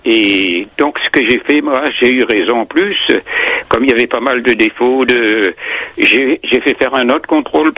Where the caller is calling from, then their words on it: Bourgogne-Franche-Comté, France; Eh bien, près de Mâcon.